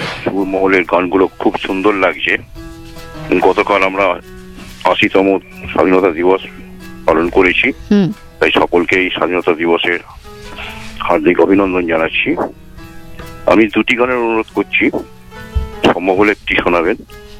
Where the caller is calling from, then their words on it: Kolkata, West Bengal, India; বেহালা থেকে … কথা বলছি।